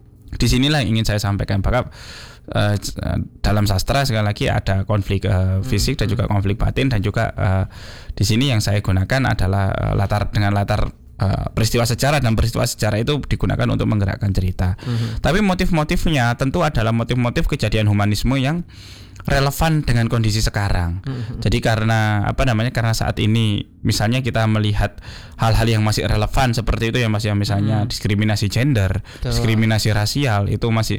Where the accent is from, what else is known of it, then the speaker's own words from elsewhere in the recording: East Java, Indonesia; saya asli Jawa Timur. Kemudian saya lahir di Jawa Timur. Saya pun tinggal juga di Jawa Timur.